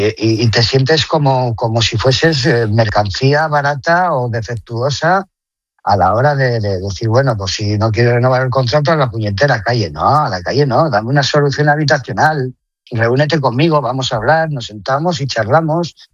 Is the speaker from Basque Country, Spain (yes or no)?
yes; Erandio, Basque Country, Spain; also born or lived in Algorta / Astrabudúa; soy del municipio de Erandio, nací en Algorta, pero me he criado toda la vida entre Astrabudúa y Erandio